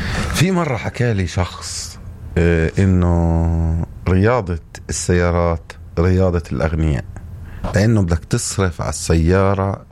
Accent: Palestine; إنما كان إحنا كفلسطينيين. وهذا الإشي مفخرة إلنا

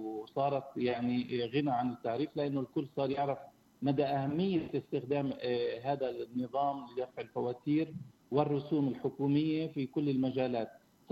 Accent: Palestine; عندنا بفلسطين

